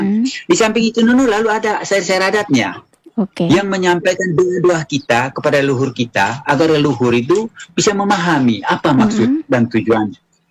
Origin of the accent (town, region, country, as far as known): East Nusa Tenggara, Indonesia